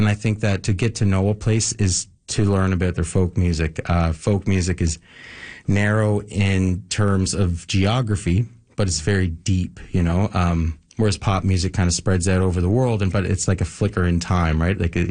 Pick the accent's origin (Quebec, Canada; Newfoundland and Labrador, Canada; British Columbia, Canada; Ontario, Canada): Newfoundland and Labrador, Canada; Hopedale; I come from Hopedale.